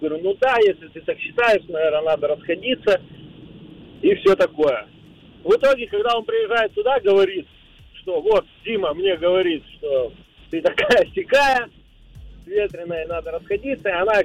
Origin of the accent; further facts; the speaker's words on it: Vladivostok, Primorsky Krai, Russia; Я вообще с Владивостока, но сейчас в Москве по МКАДу еду.